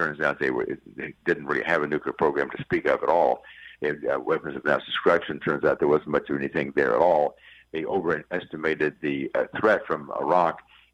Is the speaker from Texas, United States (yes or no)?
yes; Texas, United States; I'm from Texas, very proud to be from Texas